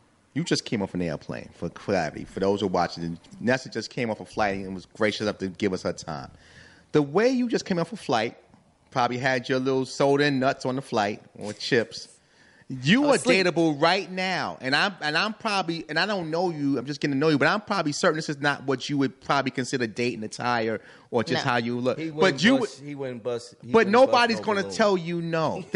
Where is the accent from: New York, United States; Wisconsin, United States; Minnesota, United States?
New York, United States; I mean, we're not from Chicago. We're from New York.